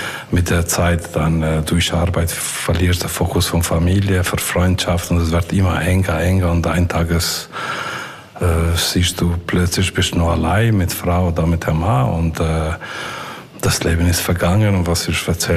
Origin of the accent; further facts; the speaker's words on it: Pristina, Kosovo; German is a second language; moved away as an adult; now in Basel, Switzerland; ich komme aus Pristina